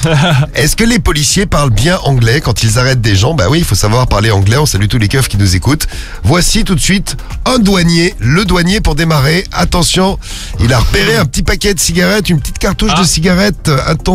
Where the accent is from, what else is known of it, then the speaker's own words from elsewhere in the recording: Saint-Étienne, Auvergne-Rhône-Alpes, France; En tout cas, moi je suis de Saint-Étienne, c'est pas la réponse que j'aurais donnée.